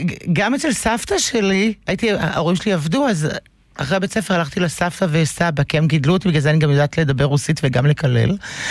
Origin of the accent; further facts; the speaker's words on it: Karmiel, Northern District, Israel; moved away; כשגרתי עוד בכרמיאל, הרי נולדתי בכרמיאל וגדלתי בכרמיאל